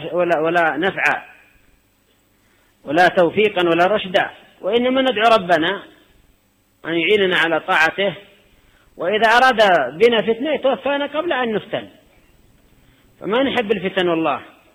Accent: Yemen; عندنا في اليمن

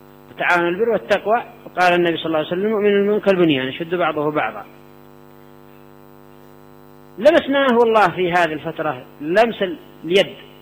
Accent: Yemen; عندنا في اليمن ما في لأن إن شاء الله أقصد ما كثير من الدول ربما دون ما نحن عليه هنا في اليمن.

